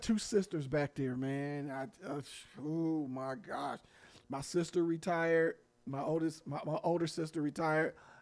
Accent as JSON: {"language": "English", "town": "Cleveland", "region": "Ohio", "country": "United States", "said": "But he's from Toledo in Ohio. Mm-hmm. I'm from Cleveland."}